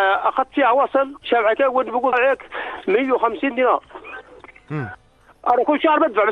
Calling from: Madaba, Madaba Governorate, Jordan; انا سكان مادبة.

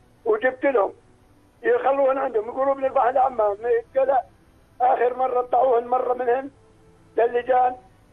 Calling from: Ajloun, Ajloun Governorate, Jordan; راجع من عجلون.

